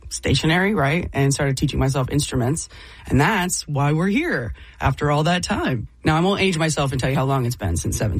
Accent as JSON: {"language": "English", "town": "Worthington", "region": "Ohio", "country": "United States", "tie": "born or raised there", "said": "Yeah, I grew up in Worthington. I went to the same high school my dad did"}